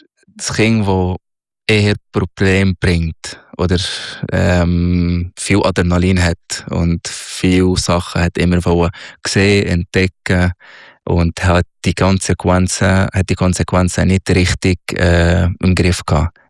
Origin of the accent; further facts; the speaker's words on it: Minya, Minya Governorate, Egypt; now in Switzerland; Ich bin im Oberägypten aufgewachsen, am Nildelta, in El Minya. Das ist 3 Stunden südlich von Kairo, die Hauptstadt. In einem ja, sehr traditionelles Dorf, sozusagen, aber Dorf.